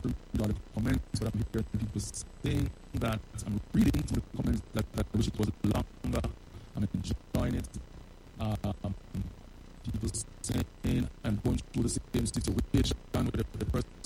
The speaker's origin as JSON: {"language": "English", "country": "Jamaica", "said": "we're from Jamaica"}